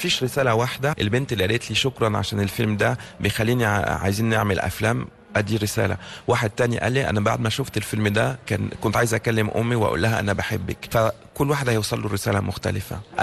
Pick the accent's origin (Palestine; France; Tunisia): France; also born or lived in Egypt; أنا وأنا صغير لما كنت في فرنسا كنت بقول لا أنا مش فرنساوي أنا مصري، ولما كنت بروح مصر ما بقولش أنا مصري كنت بقول أنا فرنساوي